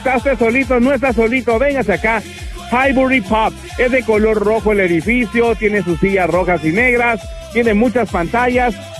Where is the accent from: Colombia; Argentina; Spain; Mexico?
Mexico; los que somos de México